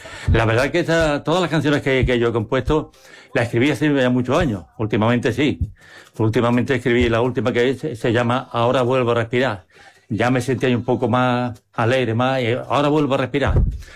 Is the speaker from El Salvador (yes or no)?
no; Palma del Río, Andalusia, Spain